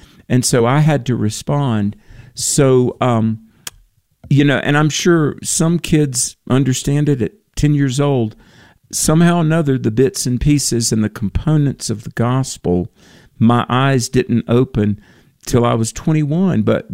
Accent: Bible Belt, United States; I mean, for me, growing up in the Bible Belt, I heard bits and pieces, and I always had a reverence for God

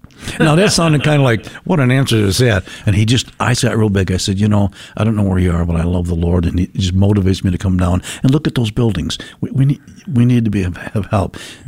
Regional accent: Buffalo, New York, United States; And I have my name tag on New York. I'm from Buffalo, New York.

